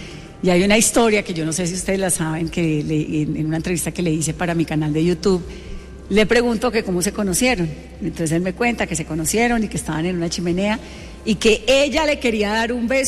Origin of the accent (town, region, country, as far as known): Colombia